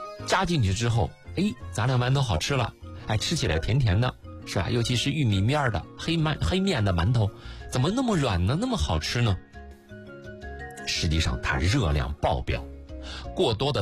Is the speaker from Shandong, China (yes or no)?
no; Xuzhou, Jiangsu, China; 就是咱们徐州人讲拉嗓子是吧